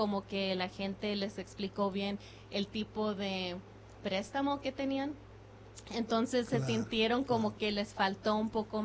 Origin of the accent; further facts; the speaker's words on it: Mexico; born there; pues, yo soy nacida en México también, ¿verdad?